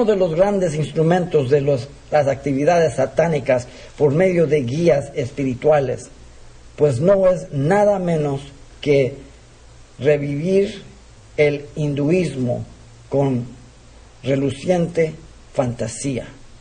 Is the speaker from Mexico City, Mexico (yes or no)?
yes; Mexico City, Mexico; born there; Yo nací en México, la capital. Yo fui creado como católico.